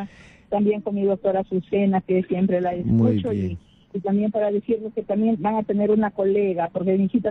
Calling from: Lambayeque, Peru; De Lambayeque

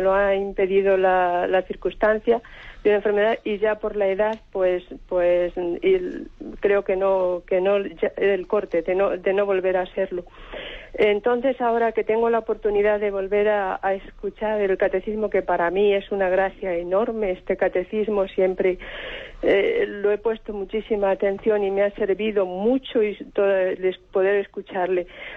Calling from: Madrid, Community of Madrid, Spain; de Madrid.

